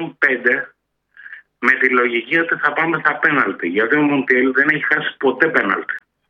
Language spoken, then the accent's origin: Greek; Argentina; now in Piraeus, Greece; Να πω κάτι, επειδή είμαι από Αργεντινή.